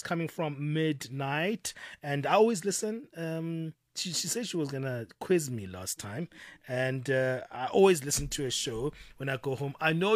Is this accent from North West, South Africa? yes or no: no; Germiston, Gauteng, South Africa; I'm from the East Rand